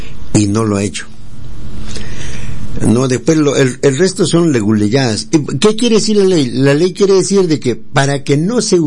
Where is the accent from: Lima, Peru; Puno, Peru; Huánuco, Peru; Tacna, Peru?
Tacna, Peru; Tarata; por Tarata, por mi tierra